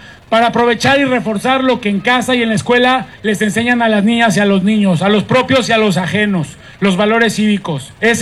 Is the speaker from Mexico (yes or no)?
yes; Torreón, Coahuila, Mexico; now in Cancún, Mexico; Yo soy un cancunense de Torreón.